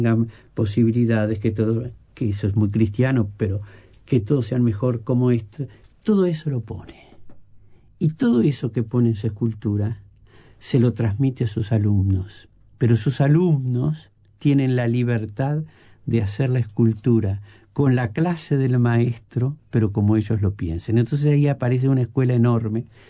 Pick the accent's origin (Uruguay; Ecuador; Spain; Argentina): Uruguay